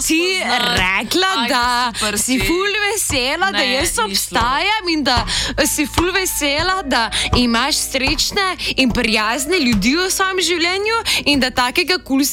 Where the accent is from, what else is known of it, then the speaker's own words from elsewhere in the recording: Ljubljana, Central Slovenia, Slovenia; jaz sem iz Bežigrada